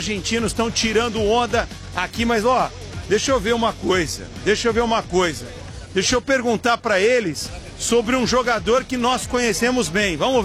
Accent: Brazil; Amigo, porfa, dime algo sobre o equipo de argentino, porque nós somos de Brasil e estamos lhe perguntando também de Flaco López.

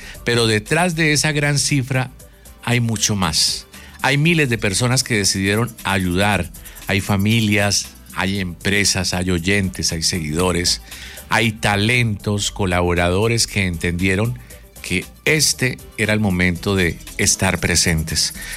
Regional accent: Colombia; Esto nos enorgullece como colombianos.

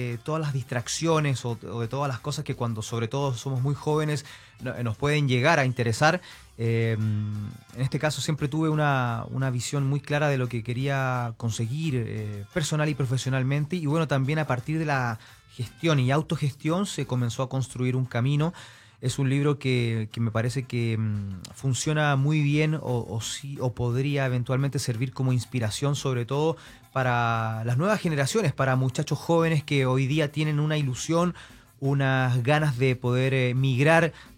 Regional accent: Chile; now in Nevada, United States; yo soy chileno.

